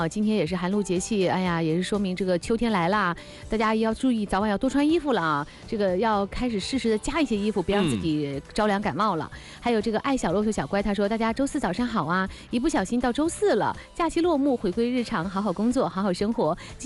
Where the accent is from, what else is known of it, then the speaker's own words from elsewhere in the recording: Huainan, Anhui, China; 有分享了在安徽啊，有去我老家，还有人在问我淮南有哪些好吃的